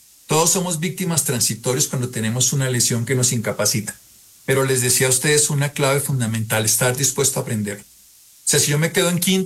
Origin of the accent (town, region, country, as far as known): Colombia